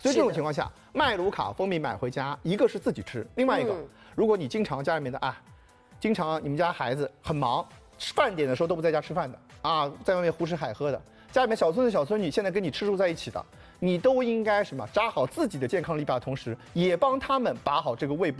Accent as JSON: {"language": "Chinese", "country": "China", "said": "我们中国人"}